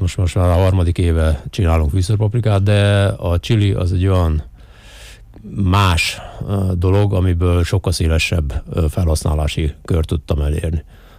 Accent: Hungary; mi a magyarok vagyunk

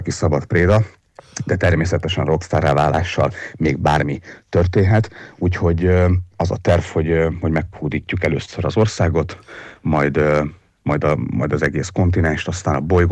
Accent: Érsekvadkert, Nógrád, Hungary; Egyébként mi egy faluból származunk, szóval minden komoly ember Érsekvadkerten, Nógrád megyében születik és nő fel.

